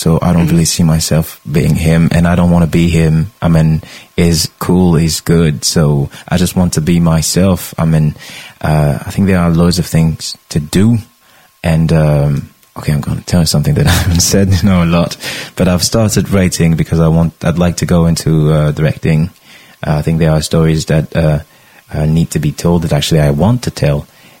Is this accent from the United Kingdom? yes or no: no; Brittany, France; everybody discovered that I was really from Bretagne, so they were laughing.